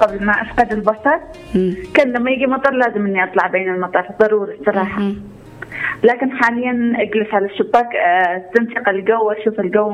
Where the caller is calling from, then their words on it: Turabah, Makkah Province, Saudi Arabia; أنا أكلمكم من التربة